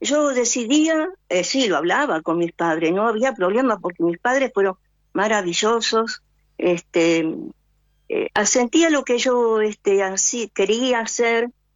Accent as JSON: {"language": "Spanish", "town": "Rosario del Tala", "region": "Entre Ríos", "country": "Argentina", "said": "Desde Entre Ríos, soy entrerriana."}